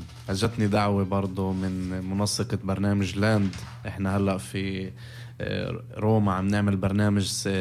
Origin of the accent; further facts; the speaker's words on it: Palestine; ما في احلى من طبيعة فلسطين بالنسبة لنا كفلسطينيين،